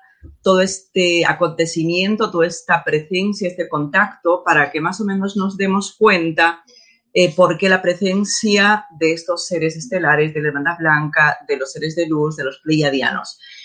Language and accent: Spanish; Peru; he reconectado varios lugares en mi país de origen, en Perú, conectando con muchos lugares de Perú, Bolivia, Ecuador, Chile